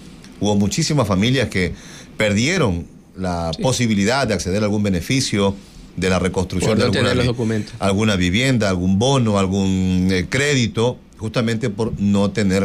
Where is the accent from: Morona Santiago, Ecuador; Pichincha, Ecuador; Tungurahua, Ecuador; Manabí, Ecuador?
Manabí, Ecuador; Portoviejo; nosotros mismos que somos de Portoviejo